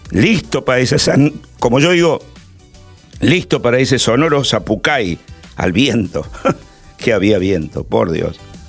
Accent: Córdoba, Argentina; now in Santa Fe, Argentina; Y soy cordobés, ¿está bien? Aunque los tiempos, los años han pasado y hoy más santafesino que nunca.

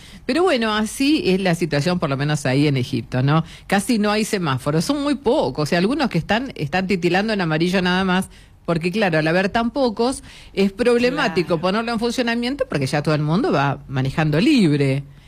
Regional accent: Argentina

